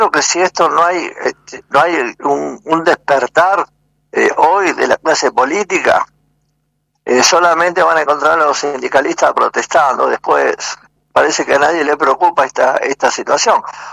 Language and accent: Spanish; Rosario, Santa Fe, Argentina; born there; hace un montón de años que vivo en Rosario, nací en Rosario, vivo en Rosario.